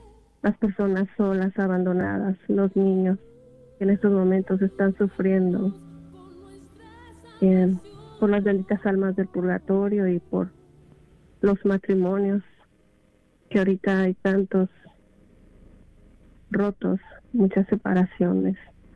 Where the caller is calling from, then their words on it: Delaware, United States; Yo vivo en Delaware.